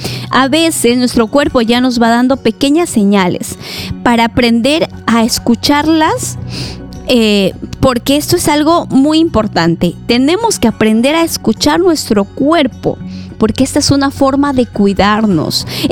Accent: Peru; now in Colombia; Soy un peruano radicando aquí en Colombia con mi amada esposa Beatriz.

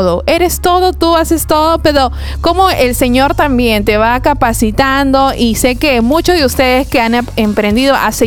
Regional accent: Peru; nos caracteriza como peruanos

